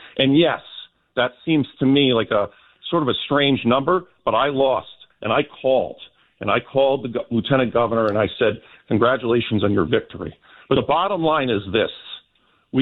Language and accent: English; United States; now in Rhode Island, United States; I can't stand here as an American